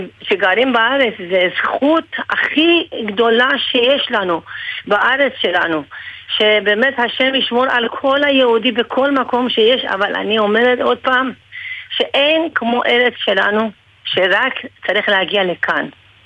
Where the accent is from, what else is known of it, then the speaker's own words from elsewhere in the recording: Iran; now in Israel; אני מספרת סיפורים על העלייה שלי, על הילדות שלי באיראן